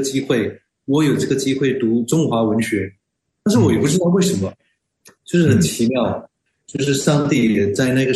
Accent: Singapore; moved away as an adult; now in Indonesia; 我是新加坡人。从小呢，大家都如果了解新加坡的文化，我都是受英语教育。

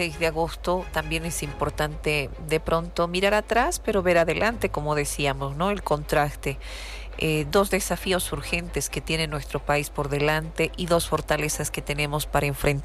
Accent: Bolivia; ¿qué nos está uniendo hoy como bolivianos y qué nos divide?

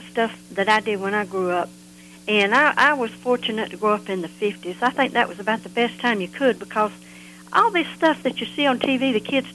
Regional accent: Augusta, United States; see, I grew up in Augusta.

